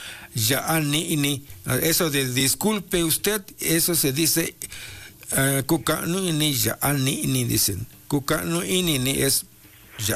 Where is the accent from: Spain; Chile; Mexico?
Mexico; first language Mixtec; Ahora empezamos yo empiezo con mi lengua materna, que es el mixteco.